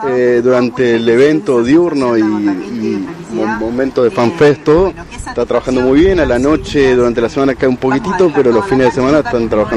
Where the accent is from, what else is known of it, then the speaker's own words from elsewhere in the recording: Santa Fe, Argentina; estos tipos de eventos, la verdad que nos enorgullecen como santafesinos.